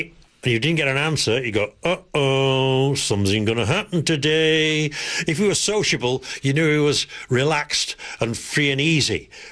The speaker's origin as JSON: {"language": "English", "region": "Yorkshire and the Humber", "country": "United Kingdom", "tie": "born or raised there", "said": "Born and bred in Yorkshire, tough as nails, I didn't give a damn."}